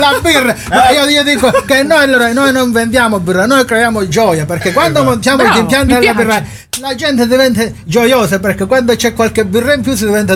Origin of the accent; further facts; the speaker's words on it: Calabria, Italy; Se siamo calabresi dobbiamo rispettare le tradizioni, questo è.